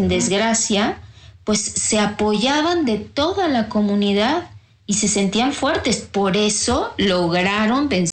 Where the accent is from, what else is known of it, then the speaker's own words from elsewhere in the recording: Mexico; eso que somos los mexicanos